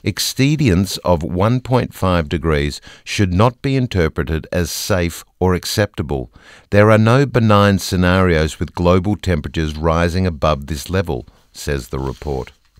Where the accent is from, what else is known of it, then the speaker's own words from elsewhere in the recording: Geelong, Victoria, Australia; I grew up in Geelong